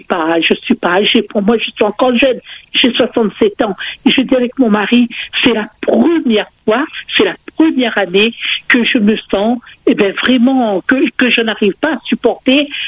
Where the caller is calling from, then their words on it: Auvergne-Rhône-Alpes, France; Moi, ça fait 37 ans que je vis en Ardèche.